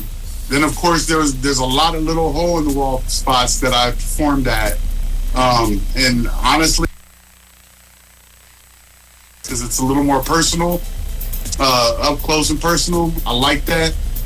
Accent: Mansfield, Ohio, United States; Mansfield, Ohio, which is my hometown.

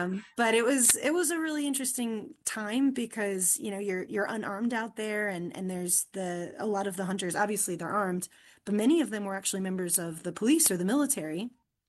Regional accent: Virginia, United States; Well, you know, growing up in, I grew up in Virginia, and obviously we do not have primates there.

